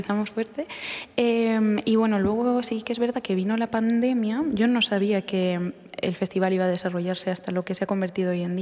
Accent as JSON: {"language": "Spanish", "town": "Villarrobledo", "region": "Castilla-La Mancha", "country": "Spain", "also_born_or_lived": "Madrid / Estonia / Netherlands", "moved": "as an adult"}